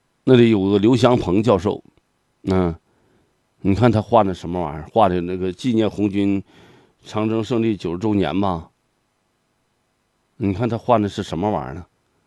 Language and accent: Chinese; China; 我们把我中国人都刻画成什么样了啊